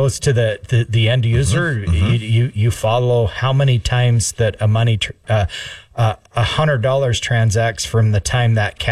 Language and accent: English; Idaho, United States; now in South Dakota, United States; my home state of Idaho